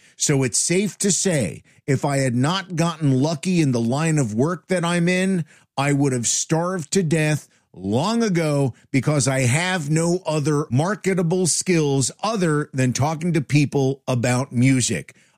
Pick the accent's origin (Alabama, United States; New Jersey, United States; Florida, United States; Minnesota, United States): New Jersey, United States; tuned into the stations from New York City, Philadelphia, and in my home state of New Jersey.